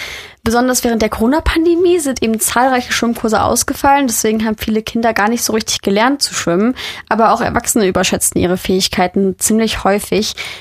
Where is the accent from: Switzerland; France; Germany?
Germany; Düsseldorf, North Rhine-Westphalia; Das kenne ich zum Beispiel auch noch aus meiner Heimat Düsseldorf, wo nämlich immer extrem davor gewarnt wurde, nicht im Rhein zu schwimmen.